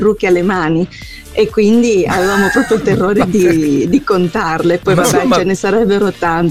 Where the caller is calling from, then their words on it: Sardinia, Italy; Io da sarda